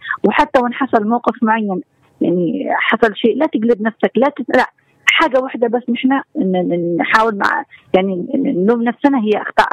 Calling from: Yemen; نحن كمجتمع يمني

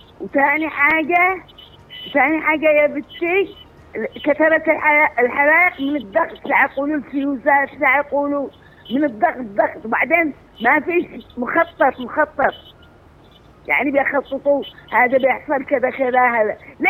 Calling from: Aden, Yemen

